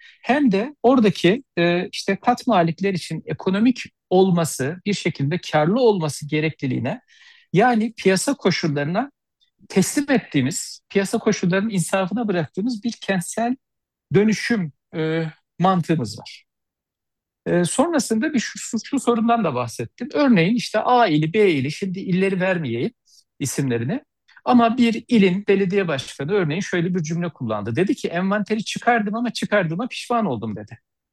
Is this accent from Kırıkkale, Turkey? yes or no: yes; Yahşihan, Kırıkkale, Turkey; ben de Kırıkkaleliyim. Maalesef benim memleketimden, Yahşahan ilçesinden